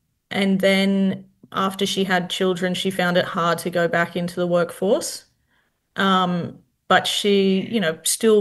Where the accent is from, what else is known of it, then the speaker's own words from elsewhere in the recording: Western Australia, Australia; a Jaru woman from the Kimberley area of WA, with family connections to Balgur, Halls Creek, Windham. I grew up in the Kimberley in lots of little towns and remote communities that really shaped how I saw the world.